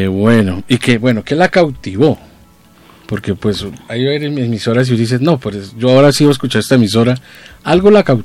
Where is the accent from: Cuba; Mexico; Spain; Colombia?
Colombia